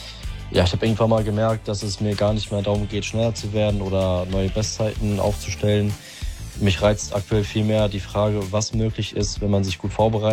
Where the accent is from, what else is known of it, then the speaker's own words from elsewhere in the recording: North Rhine-Westphalia, Germany; Vom Sauerland bis mitten durchs Ruhrgebiet. Das ist ja, sag ich mal, da, wo ich groß geworden bin.